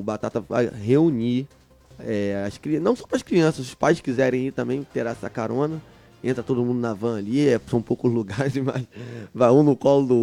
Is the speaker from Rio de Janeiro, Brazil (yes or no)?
yes; Rio de Janeiro, Brazil; moved away; eu morei na cidade Gruçaí, lá depois de Campo do Gotas, Sonhão da Barra.